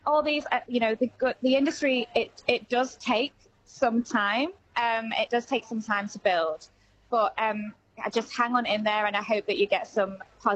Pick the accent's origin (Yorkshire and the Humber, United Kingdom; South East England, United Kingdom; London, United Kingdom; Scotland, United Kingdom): Yorkshire and the Humber, United Kingdom; Grimsby; moved away; which is in my hometown, thousands of miles away in Grimsby.